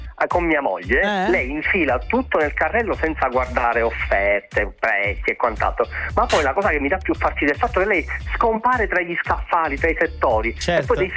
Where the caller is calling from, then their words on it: Palermo, Sicily, Italy; io sono di Palermo, cioè da noi in Sicilia si mangia meravigliosamente bene.